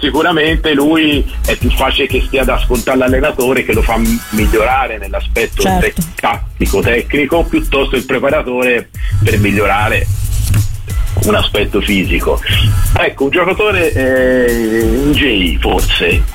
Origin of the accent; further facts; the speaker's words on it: Florence, Tuscany, Italy; sono fiorentino e tifo Fiorentina da sempre